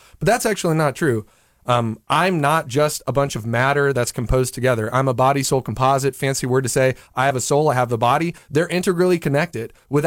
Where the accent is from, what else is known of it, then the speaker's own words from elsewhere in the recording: St. Louis, Missouri, United States; And I'm from St. Louis, Missouri, and I'm from North County, and there's a little bit of street cred there.